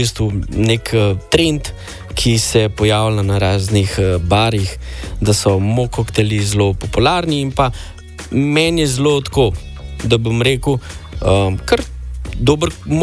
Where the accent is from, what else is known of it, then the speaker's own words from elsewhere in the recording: Mengeš, Central Slovenia, Slovenia; prihajam iz Mengša in veselje me je danes, da sem z vama tukaj.